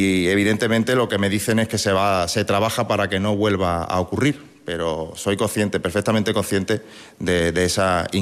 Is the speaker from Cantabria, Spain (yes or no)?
no; Ceuta, Spain; Mire, aparte de representante del Gobierno en Ceuta, soy ceutí